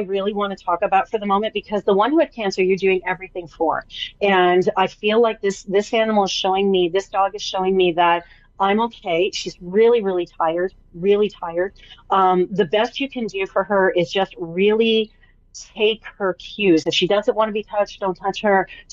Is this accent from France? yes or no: no; Canada; I'm Canadian